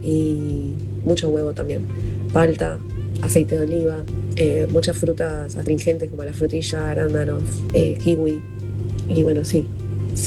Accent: Ramos Mejía, Buenos Aires Province, Argentina; soy de Ramos Mejía.

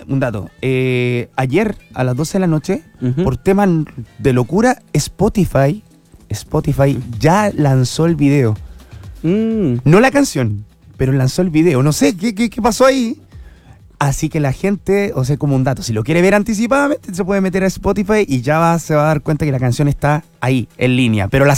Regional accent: Antofagasta, Chile; Yo soy de Antofagasta, del norte. Vengo siempre a Santiago.

